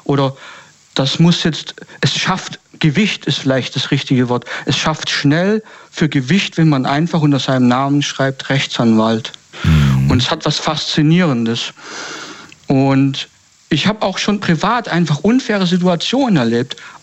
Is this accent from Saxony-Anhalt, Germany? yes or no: no; Stuttgart, Baden-Württemberg, Germany; Ich komme aus... Ja, Ich komme aus der Gegend Stuttgart.